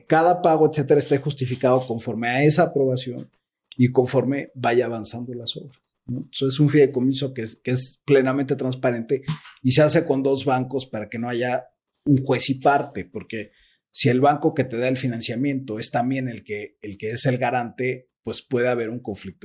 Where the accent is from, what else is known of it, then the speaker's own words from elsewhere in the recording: Mexico; somos así los mexicanos